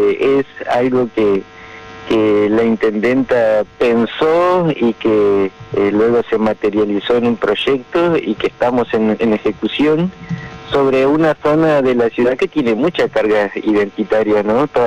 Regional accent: Paraná, Entre Ríos, Argentina

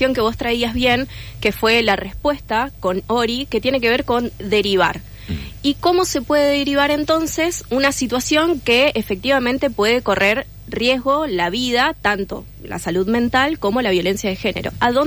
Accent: Gualeguaychú, Entre Ríos, Argentina; Yo soy de Gualeguaychú, por lo tanto el carnaval está en mí

